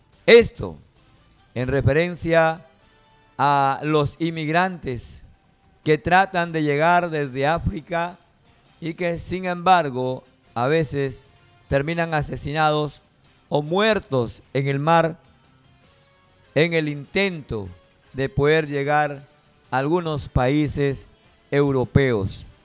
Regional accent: Peru; Nosotros acá somos bendecidos de Dios en el Perú.

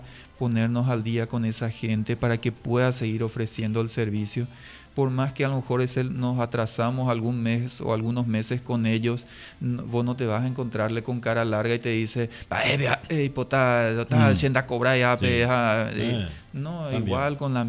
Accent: Paraguay; somos paraguayos, por sí. Sobre todo somos todos paraguayos

